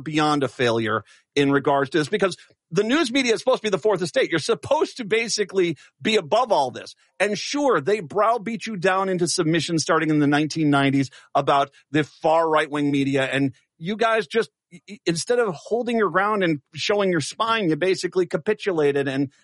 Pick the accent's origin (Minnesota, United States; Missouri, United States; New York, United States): Minnesota, United States; born there; I'm from Minnesota, born here in 1968.